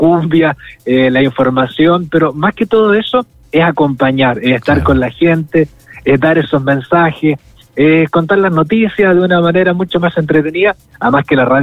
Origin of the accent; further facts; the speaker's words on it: Salamanca, Coquimbo, Chile; born there; also born or lived in Canela; Yo nací en Salamanca, así que tengo una conexión muy, muy especial con la provincia del Choapa. Trabajé harto en Illapel.